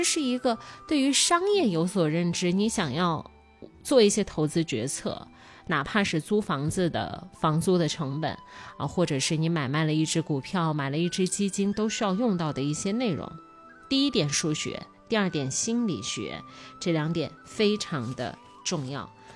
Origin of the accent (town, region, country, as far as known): China